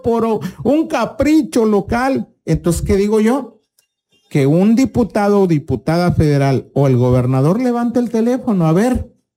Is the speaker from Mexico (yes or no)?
yes; Tapachula, Chiapas, Mexico; nosotros decíamos, venimos de Tapachula.